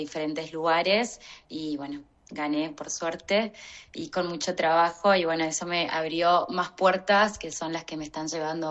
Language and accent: Spanish; Paso de los Libres, Corrientes, Argentina; Yo soy de Paso de los Libres Corrientes. Es un pueblo acá en Corrientes.